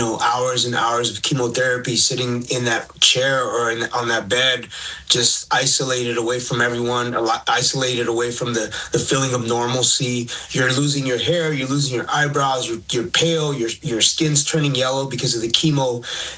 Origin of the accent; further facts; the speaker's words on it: Los Angeles, California, United States; I'm a proud Native American kid from East LA, born in Boyle Heights, and I'm Native American and Mexicano.